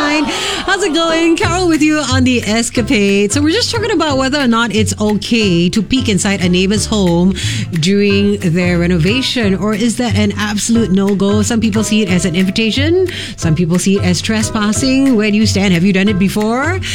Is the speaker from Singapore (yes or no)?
yes; Singapore